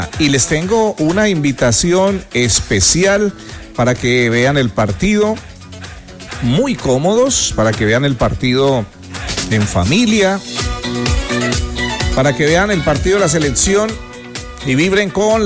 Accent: Colombia; Como buenos colombianos, debemos apoyar nuestra selección

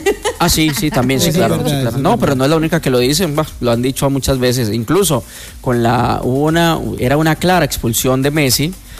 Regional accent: Colombia; somos colombianos, somos populistas y somos de una fe enorme.

